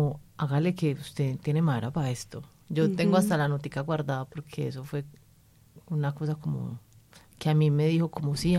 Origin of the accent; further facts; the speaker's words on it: Medellín, Antioquia, Colombia; Y yo soy de Aranjuez.